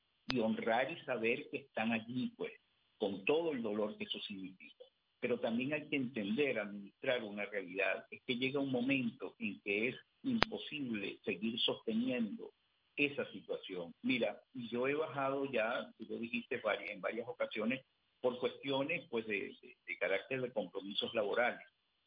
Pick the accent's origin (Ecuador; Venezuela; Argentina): Venezuela